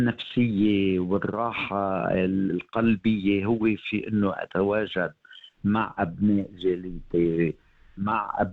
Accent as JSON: {"language": "Arabic", "country": "Lebanon", "tie": "born or raised there", "also_born_or_lived": "Côte d'Ivoire", "said": "من مواليد ساحل العاج، ولكن رجعت على لبنان بالوقت يلي أهلي كانوا بعدهم عم بيكافحوا من أجل بناء هذه العائلة."}